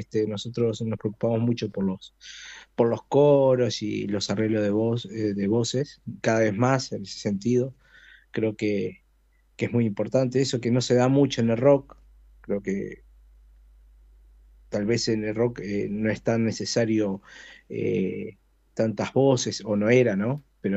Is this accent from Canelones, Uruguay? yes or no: no; Piriápolis, Maldonado, Uruguay; como ya saben, somos de Piriápolis.